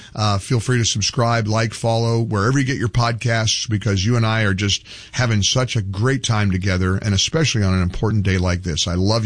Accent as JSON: {"language": "English", "region": "Midwest", "country": "United States", "tie": "born or raised there", "said": "When you're a kid growing up in the Midwest, you want to be a broadcaster. You dream of getting a job in New York City."}